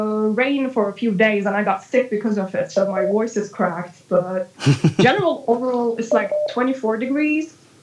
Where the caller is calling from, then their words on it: Istanbul, Turkey; I'm calling from Istanbul.